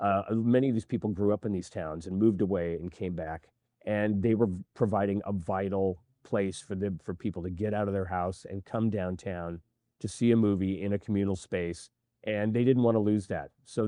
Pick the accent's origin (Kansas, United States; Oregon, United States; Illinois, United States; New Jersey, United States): Oregon, United States; born there; also born or lived in Washington / Seattle; come from Seattle, and we used to have a vibrant art house scene in Seattle. Many of those theaters have closed. I also grew up in small parts of the West, mainly Eastern Oregon and parts of Washington.